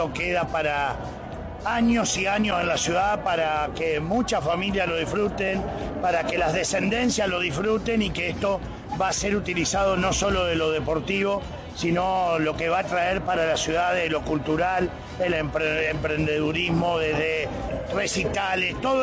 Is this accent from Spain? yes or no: no; Santa Fe, Argentina; hablo como intendente, pero también como santafesino.